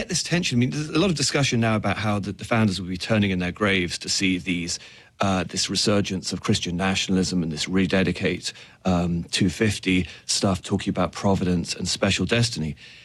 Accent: United Kingdom; people always expect me as a Brit to be an expert on the royal family, which I'm not.

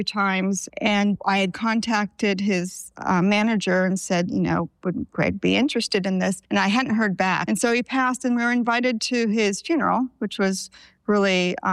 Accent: California, United States; also born or lived in Gainesville, Florida; now in Athens, United States; So yeah, I'm from California originally, and I, through my education and traveling to a lot of different college towns, The last one before Athens was Gainesville, Florida.

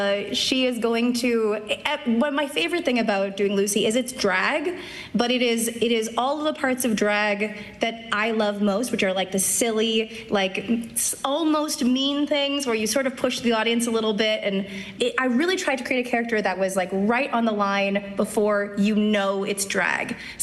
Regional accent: Canada; No. No. So, and I'm Canadian, so it's even worse.

